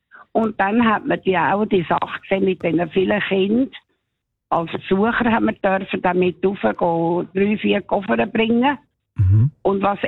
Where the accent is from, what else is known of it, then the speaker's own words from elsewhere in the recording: Zurich, Switzerland; Nein, ich bin in Zürich Oberstrasse aufgewachsen.